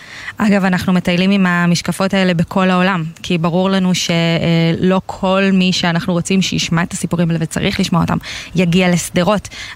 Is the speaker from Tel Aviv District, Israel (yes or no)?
no; Meitar, Southern District, Israel; now in Beersheba, Israel; אני, כן, אני אישית לא מהעטף, אני גדלתי במיתר ואני היום בבאר שבע